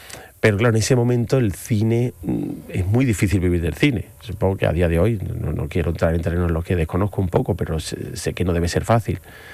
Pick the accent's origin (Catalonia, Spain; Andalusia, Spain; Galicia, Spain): Andalusia, Spain; Seville; No, soy sevillano.